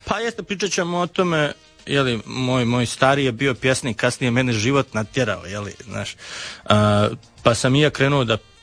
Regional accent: Bosnia & Herzegovina; Znači, ja sam iz Bosne, jedva sam završio osnovne studije, sada predajem tamo studentima.

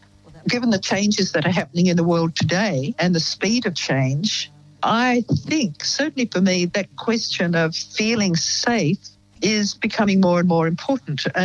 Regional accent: Tasmania, Australia; But I grew up in the Fraser Nay National Park on the east coast of Tasmania in the 1940s. During the war, actually, the latter parts of the Second World War. It was very wild. It was very isolated.

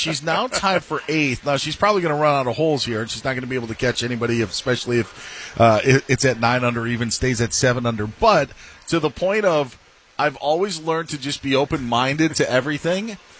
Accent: Wisconsin, United States; but, my home state of Wisconsin

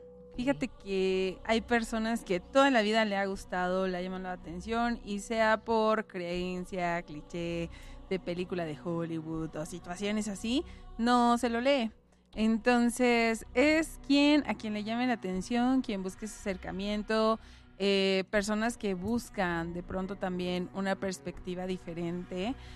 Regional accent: Puebla, Mexico; soy hija de San Manuel.

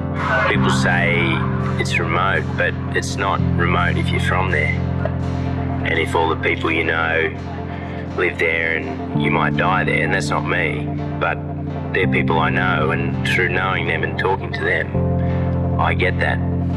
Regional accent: Mudgee, New South Wales, Australia; born there; now in Alice Springs, Australia; I was born in Mudgee, New South Wales, in pastoral country. Some people call it fattening country. It's a lot of green grass, trees, about 500 mils rainfall. We've had that some years here in Alice.

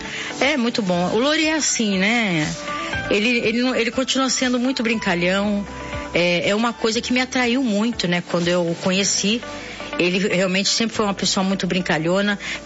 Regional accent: São Paulo, Brazil; Eu nasci aqui, sou da Gema, eu sou paulistana

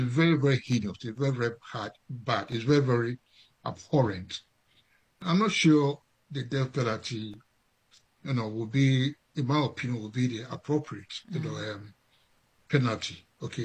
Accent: Ghana; I come from Ghana, you know, I come from Ghana

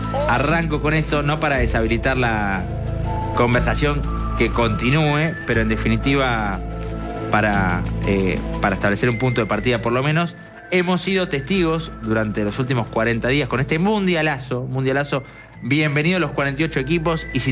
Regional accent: Quilmes, Buenos Aires Province, Argentina

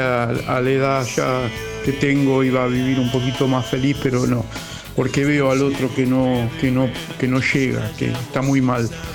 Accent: Lanús, Buenos Aires Province, Argentina; soy de Lanús, soy jubilado, tengo más de 70 años

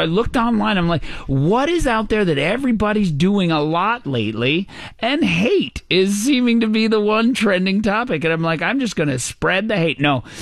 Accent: Newfoundland and Labrador, Canada; Oh, I was like, okay, first of all, I grew up in Newfoundland.

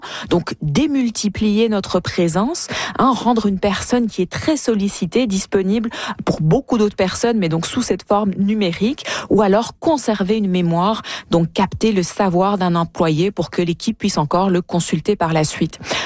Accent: Canada; chez nous, au Canada

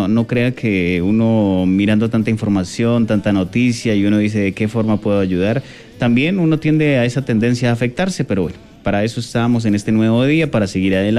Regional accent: Colombia; así somos los colombianos.

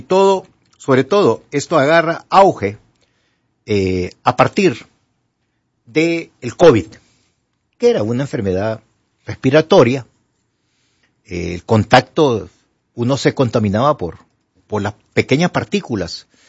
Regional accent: Honduras; en nuestra querida Honduras

